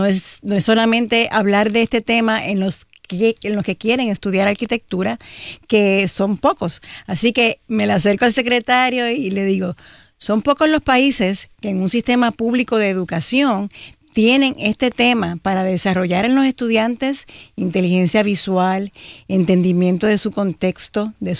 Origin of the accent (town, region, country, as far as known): Puerto Rico